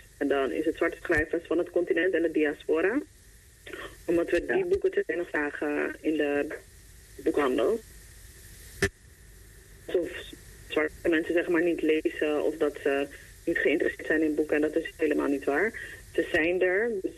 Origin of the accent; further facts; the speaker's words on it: Netherlands; born there; We zijn Surinaams. Maar helaas zijn we wel in Nederland geboren.